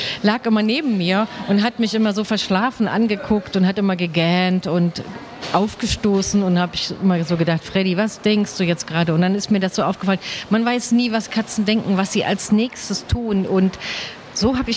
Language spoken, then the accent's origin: German; Halberstadt, Saxony-Anhalt, Germany; wenn ich jetzt sage, das spielt in Leipzig oder in Halberstadt, wo ich herkomme